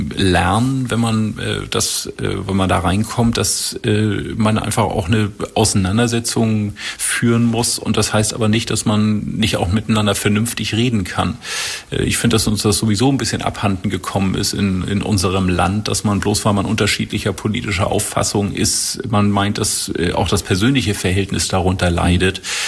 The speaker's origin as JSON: {"language": "German", "town": "Eckernförde", "region": "Schleswig-Holstein", "country": "Germany", "tie": "born or raised there", "said": "obwohl ich ja Ehrenmitglied des BC 78 in meiner Heimatstadt Eckernförde bin."}